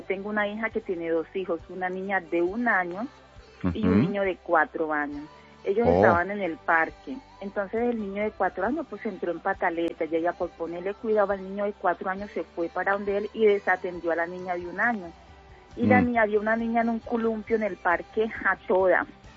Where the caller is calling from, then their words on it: Armenia, Quindío, Colombia; En la ciudad de Armenia